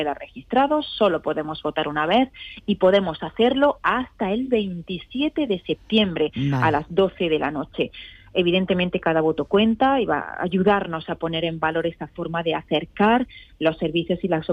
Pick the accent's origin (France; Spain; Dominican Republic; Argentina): Spain; Almería, Andalusia; Somos los únicos almerienses en acceder a este concurso.